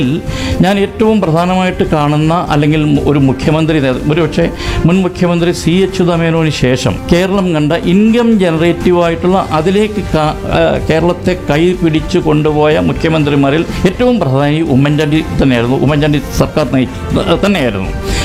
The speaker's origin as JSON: {"language": "Malayalam", "region": "Kerala", "country": "India", "said": "ഞാൻ ഒരു ഇന്ത്യക്കാരനാണ്. അപ്പോൾ കേരളവും ഗോവയും ഒക്കെ തന്നെ എൻ്റെ നാട് തന്നെയാണ്."}